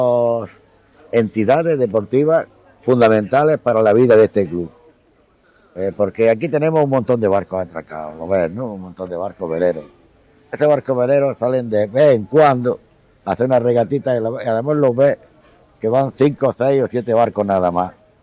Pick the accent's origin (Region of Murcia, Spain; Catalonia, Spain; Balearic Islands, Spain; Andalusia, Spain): Andalusia, Spain; Motril; soy un motrileño, que nací en Motril, en la calle Canteras, en el año 1941, que he vivido en Motril siempre, prácticamente, siempre he vivido en Motril, y es una ciudad a la que quiero, que es la que llevo en mi alma y en mi corazón